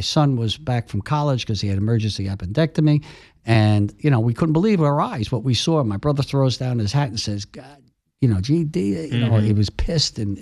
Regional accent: Staten Island, New York, United States; We're all from Staten Island

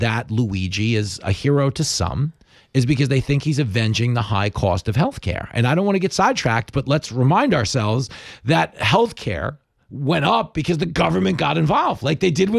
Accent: Long Island, New York, United States; Yeah, exactly. Because we grew up on Long Island. Like, she would drive Jones Beach, and it's wonderful, but it's just flat beach for 20 miles.

